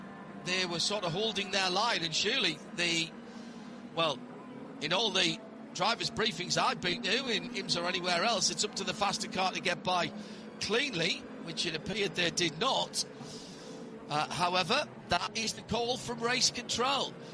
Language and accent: English; Sunderland, North East England, United Kingdom; Hello to Spencer from my hometown, Sunderland.